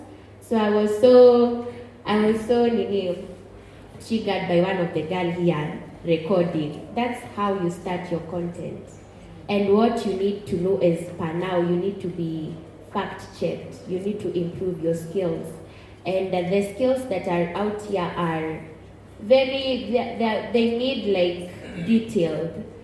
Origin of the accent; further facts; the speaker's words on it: Western, Kenya; moved away; also born or lived in Kiambu / Murang'a; mimi nimesomea Kiambu, then Murang'a. And I'm from Western.